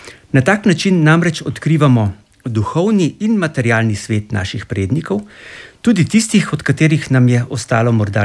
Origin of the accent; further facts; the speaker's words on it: Ljubljana, Central Slovenia, Slovenia; Jaz sem, rojen sem v Tacnu, oziroma mladost se preživljal v Tacnu, pod Šmarno goro in tam je zraven teče reka Sava.